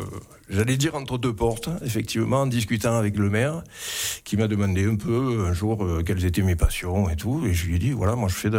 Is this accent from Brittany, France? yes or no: no; Avignon, Provence-Alpes-Côte d'Azur, France; moved away as an adult; now in Orsan, France; je suis né à Avignon, moi.